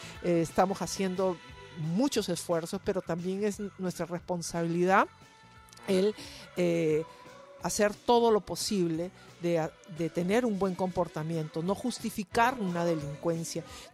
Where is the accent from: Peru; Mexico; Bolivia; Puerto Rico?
Peru; moved away; yo como peruana, que tengo mucha familia en mi país